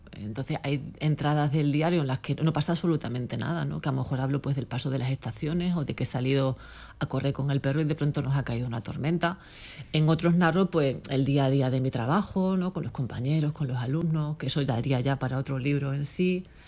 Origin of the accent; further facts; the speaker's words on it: Cáceres, Extremadura, Spain; born there; moved away as an adult; now in Ruanes, Spain; Y Cáceres, porque es mi ciudad natal